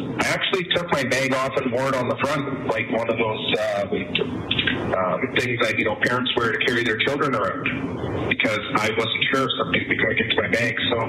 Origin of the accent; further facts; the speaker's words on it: Calgary, Alberta, Canada; Hey, Ms. Star. I'm from Calgary.